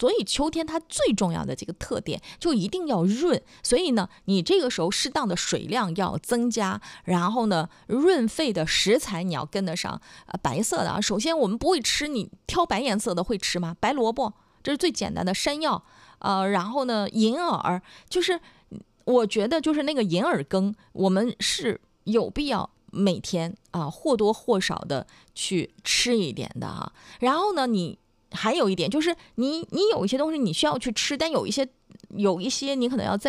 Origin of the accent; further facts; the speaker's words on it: Dalian, Liaoning, China; 就我们大连话就是那个马蹄